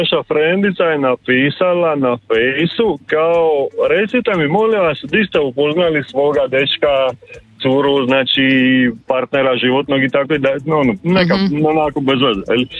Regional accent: Zadar, Zadar County, Croatia; Ja sam tu, jel, ja sam se rodio tu i tu sam cijeli život.

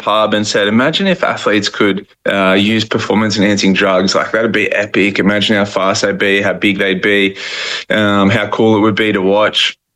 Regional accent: Australia; As an Aussie, that sound clip went worldwide.

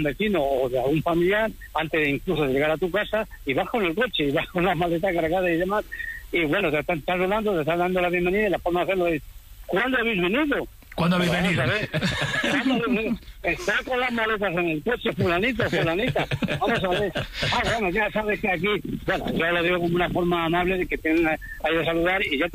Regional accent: Extremadura, Spain; yo soy extremeño, pero desde hace casi 50 años, pues convivo con mi mujer, que es de La Mancha

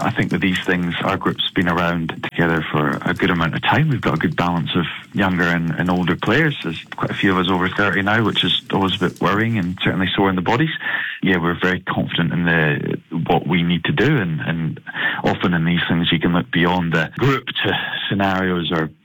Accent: Scotland, United Kingdom; Yeah, well, I'm from Scotland, as you potentially could tell, so yep. I'm kind of born in the wet weather.

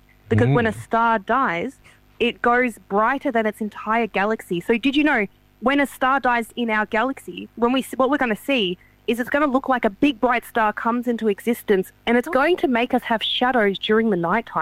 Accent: Victoria, Australia; I grew up on Pangerang Country in northeast Victoria. So, yeah, growing up under the skies

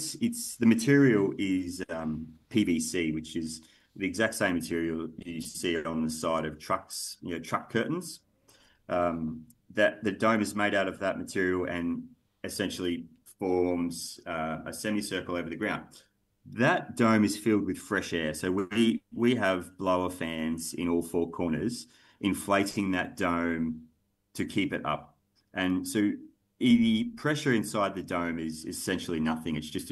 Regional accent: Hazelwood North, Victoria, Australia; And I grew up in Hazelwood North, and I understand the expertise and the skill sets that we have in the regions.

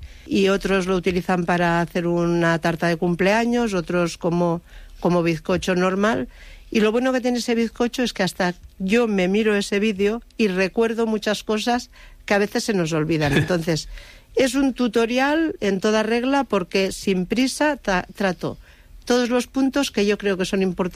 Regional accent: Lleida, Catalonia, Spain; Y yo soy de Lleida, entonces el día que hay un nubarrón ya estamos preparando las bolsas y las botas para ir a por caracoles.

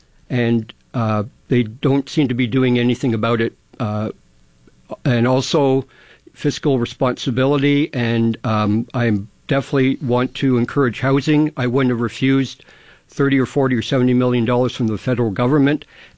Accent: Toronto, Ontario, Canada; moved away as an adult; now in Windsor, Canada; I'm originally from Toronto. I moved to the core 16 years ago

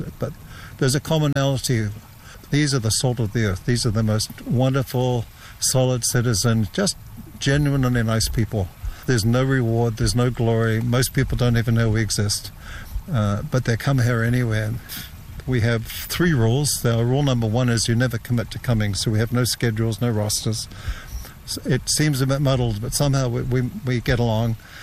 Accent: New Zealand; I grew up in New Zealand. And in New Zealand, as a post-war baby, we grew up in a much more frugal society than we are now.

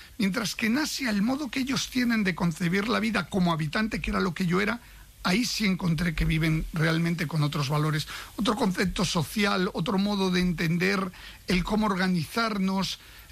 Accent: Italy; Yo soy también italiano, mi mujer es italiana

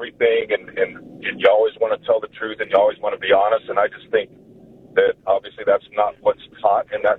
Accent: United States; You know, we grew up in the United States.

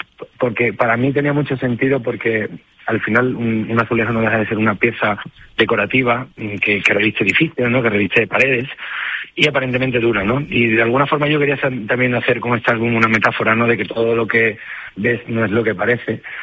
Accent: Seville, Andalusia, Spain; yo soy de Sevilla, sí. Y en nuestras casas, yo he crecido en la casa de mis abuelos

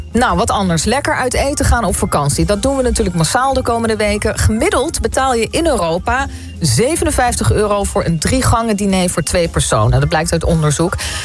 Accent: Netherlands; wij zitten als Nederlander 8,8 uur per werkdag.

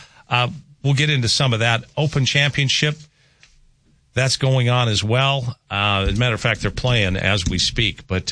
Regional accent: Rugby, North Dakota, United States; I'm from Rugby.

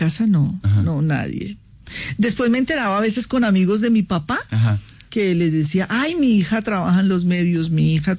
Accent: Bogotá, Colombia; born there; yo nací en Bogotá, me crié con Paisa Gaspar y Gloria Zapata, que es como una madre mía también, una actriz. Y mi mamá es llanera, mi papá boyacense, mis abuelos santanderianos

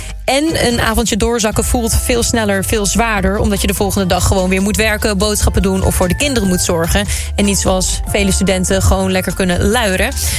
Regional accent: Harlingen, Friesland, Netherlands; tijdens de Tall Ship Races in Harlingen. Oh. Waar ik vandaan kom.

